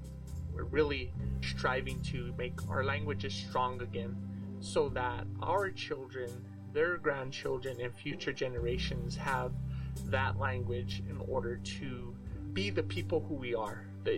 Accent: New Mexico, United States

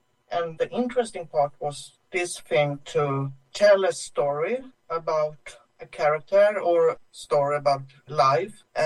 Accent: Gothenburg, Västra Götaland, Sweden; especially because the story is actually happened in my hometown, Gothenburg.

